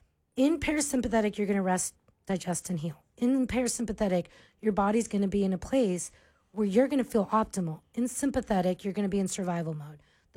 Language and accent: English; Florida, United States; moved away; I'm originally from Florida.